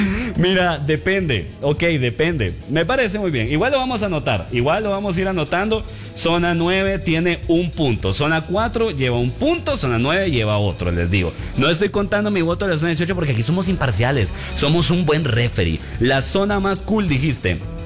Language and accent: Spanish; Guatemala City, Guatemala Department, Guatemala; born there; now in Mixco, Guatemala; Pero yo no vengo de Misco. Yo nací en la zona 18.